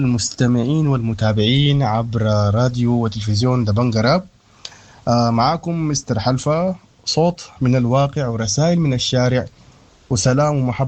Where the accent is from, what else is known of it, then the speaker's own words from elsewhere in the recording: Sudan; أنا رابر سوداني.